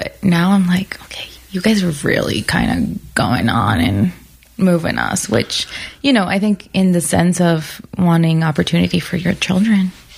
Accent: Aurora, Colorado, United States; also born or lived in Jamaica; I grew up on Colfax and Moline. So I grew up in Aurora, right? On Colfax. And we lived on Colfax in Jamaica when we first arrived.

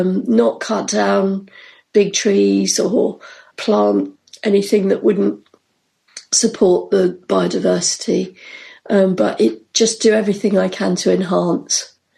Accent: London, United Kingdom; a kid growing up in London

